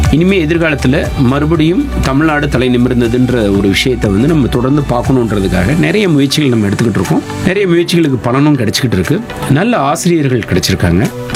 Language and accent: Tamil; Alanganallur, Tamil Nadu, India; moved away as an adult; அலங்காநல்லூர் என்னுடைய சொந்த ஊர். சென்னைக்கு வந்து ஐஏஎஸ் படிப்பதற்காக போனேன்